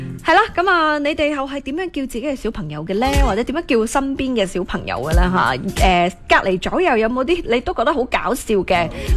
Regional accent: Guangdong, China

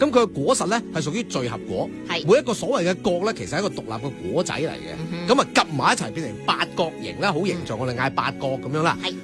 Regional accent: Guangdong, China; 即系叫做话横向类比翻我哋老广，

